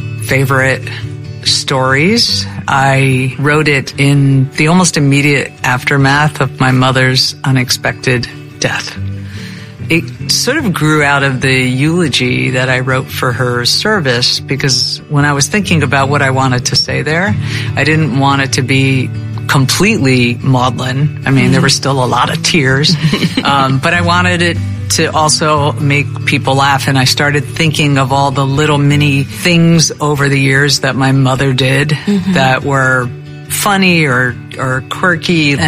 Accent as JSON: {"language": "English", "region": "New Jersey", "country": "United States", "said": "I'm from New Jersey."}